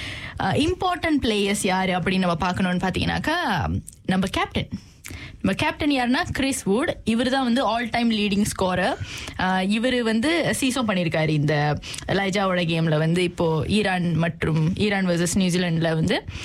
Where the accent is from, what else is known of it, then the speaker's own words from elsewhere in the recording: Malaysia; now in New Zealand; என்ன கேள்வி வந்துச்சுன்னா நான் மலேசியன்